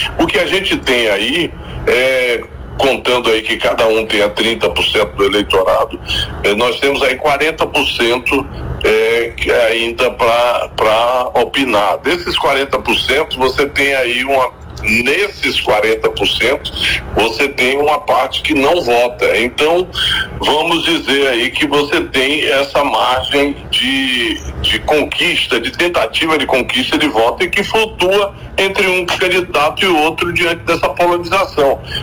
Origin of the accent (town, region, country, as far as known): Brazil